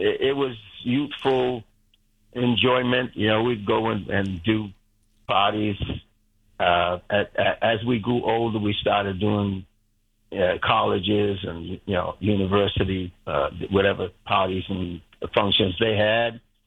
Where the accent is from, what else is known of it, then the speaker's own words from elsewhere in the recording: Rhode Island, United States; also born or lived in Massachusetts; Yeah, born in Massachusetts, raised in Rhode Island.